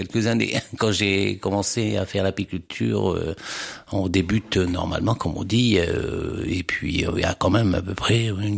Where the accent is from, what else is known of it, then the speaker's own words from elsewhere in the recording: Chartres, Centre-Val de Loire, France; Oui, je suis originaire de Chartres.